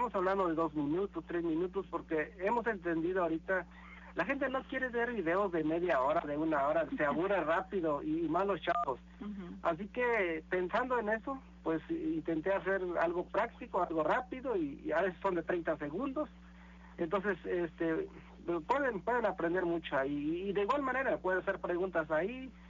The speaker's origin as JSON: {"language": "Spanish", "region": "Tamaulipas", "country": "Mexico", "said": "somos de Tamaulipas"}